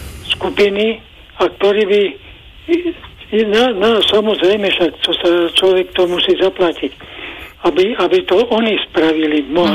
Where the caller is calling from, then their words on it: Malacky, Bratislava Region, Slovakia; ja volám od Malaciek.